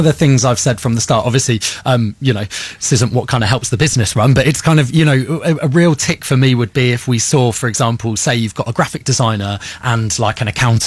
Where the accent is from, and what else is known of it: Melksham, South West England, United Kingdom; born or raised there; now in Devizes, United Kingdom